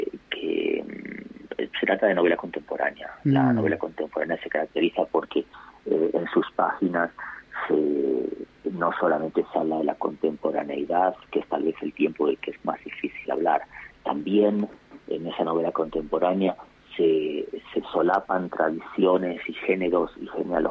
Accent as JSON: {"language": "Spanish", "country": "Argentina", "moved": "yes", "said": "Iba a decir que más allá de que mi acento haya cambiado, que yo lleve hasta el sí. más tiempo viviendo fuera de Argentina que en el país"}